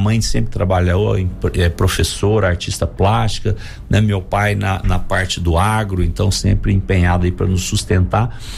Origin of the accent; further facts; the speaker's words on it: Goiânia, Goiás, Brazil; also born or lived in São José do Rio Preto; Os meus pais são nascidos em São José do Rio Preto, mas vieram para Goiânia e se casaram aqui. Então, nascemos todos aqui, fomos criados.